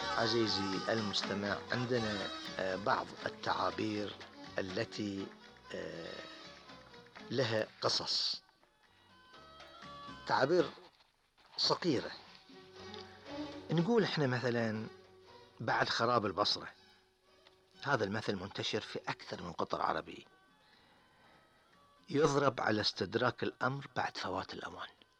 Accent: Bahrain; والعامة عندنا في البحرين يقولون عن نبع الماء الجاري على سطح الأرض السيح.

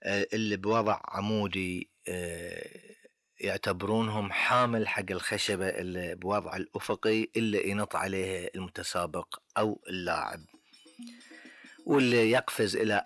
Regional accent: Bahrain; عندنا في البحرين

